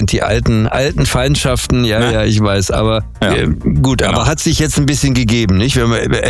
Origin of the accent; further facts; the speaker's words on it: Dortmund, North Rhine-Westphalia, Germany; born there; ich bin in Dortmund geboren